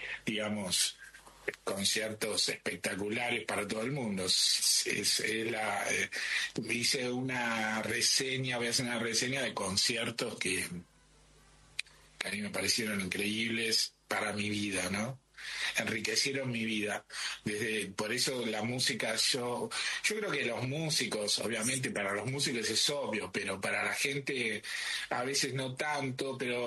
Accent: Caseros, Buenos Aires Province, Argentina; Yo nací en Caseros, soy del conurbano, así que, pero este Tapial es un poco más adentro, un conurbano más profundo que el lugar donde yo vivía.

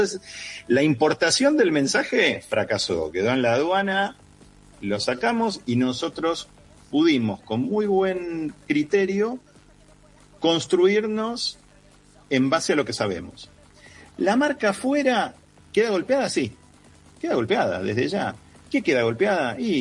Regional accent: Argentina; Es la primera vez en mi vida que digo que soy argentino y que escucho esos vacíos elocuentes.

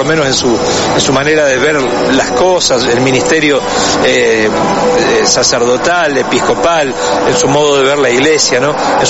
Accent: Capitán Bermúdez, Santa Fe, Argentina; moved away; also born or lived in Calchaquí, Santa Fe; en un pueblo que se llama Calchaquí. Me crié en el Gran Rosario, en una ciudad que se llama Capitán Bermúdez, entre Rosario y San Lorenzo.

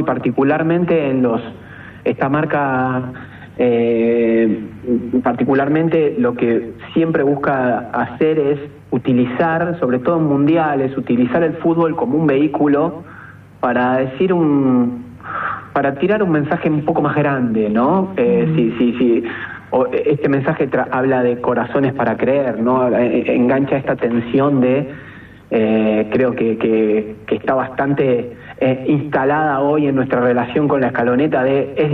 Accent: Argentina

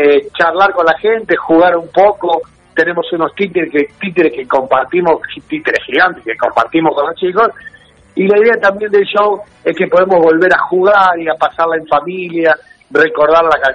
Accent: Venado Tuerto, Santa Fe, Argentina; Yo, por ejemplo, soy de Venado Tuerto, Santa Fe

